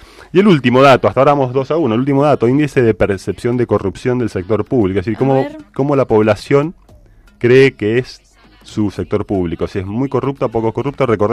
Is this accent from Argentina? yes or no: yes; Argentina